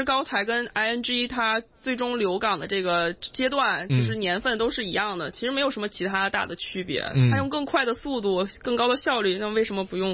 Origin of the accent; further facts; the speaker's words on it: China; now in Canada; 就比较符合我们中国人的口味。